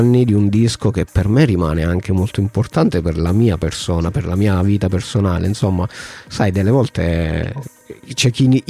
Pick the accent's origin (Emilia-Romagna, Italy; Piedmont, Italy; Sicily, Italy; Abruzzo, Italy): Abruzzo, Italy; Chieti; Sono di Chieti, però non disto molto.